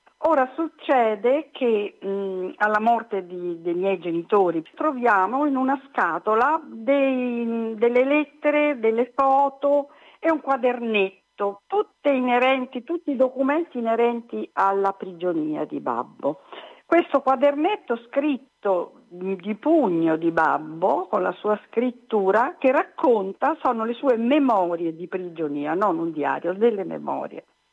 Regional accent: Rome, Lazio, Italy; moved away as an adult; now in Florence, Italy; io vengo da Roma, abitavo a Roma

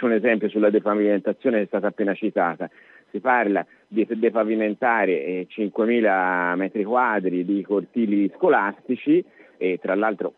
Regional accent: Florence, Tuscany, Italy; Io tra l'altro vengo dall'Isolotto, che è un quartiere che è nato così negli anni 60

